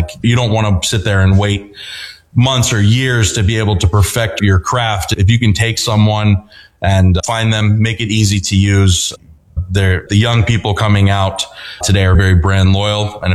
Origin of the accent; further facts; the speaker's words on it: Mid-Atlantic, United States; We're from the Mid-Atlantic.